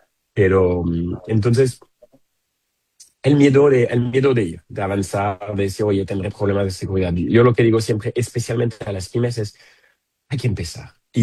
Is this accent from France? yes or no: yes; France; Spanish is a second language; now in Barcelona, Spain; yo como un francés expatriado en Barcelona